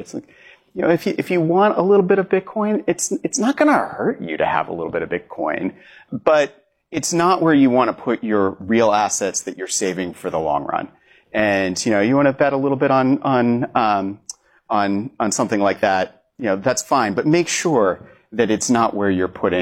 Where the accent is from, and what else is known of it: United States; accent: American; moved away as an adult; now in London, United Kingdom